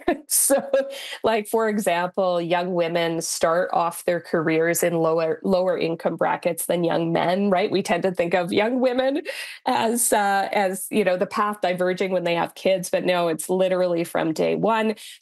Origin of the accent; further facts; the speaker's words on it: Saskatchewan, Canada; Like I grew up in Northern Saskatchewan, and passing on the family farm, right, to the next generation is quite normal.